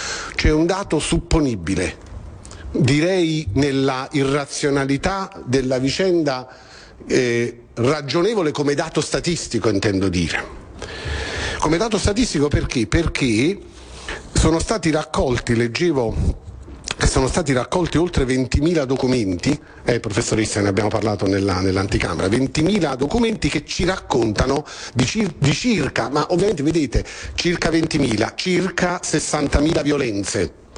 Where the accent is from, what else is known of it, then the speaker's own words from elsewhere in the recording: Naples, Campania, Italy; also born or lived in Veroli, Lazio; io ci sono cresciuto in quota parte, sono napoletano